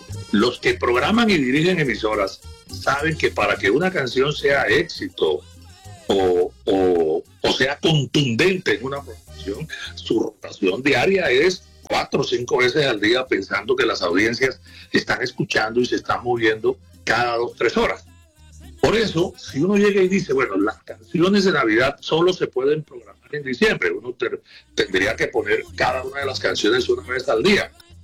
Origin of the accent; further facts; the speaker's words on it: Colombia; porque somos colombianos, cómo funciona Colombia.